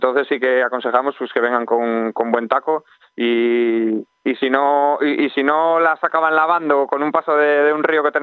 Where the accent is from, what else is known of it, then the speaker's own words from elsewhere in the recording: Villacarriedo, Cantabria, Spain; yo soy de Villacarriedo